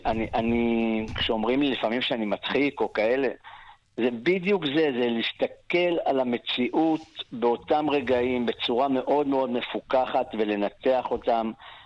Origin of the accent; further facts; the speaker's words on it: Be'eri, Southern District, Israel; גדלתי במקום כמו בארי, בדפוס בארי, שהיינו ארגון לומד.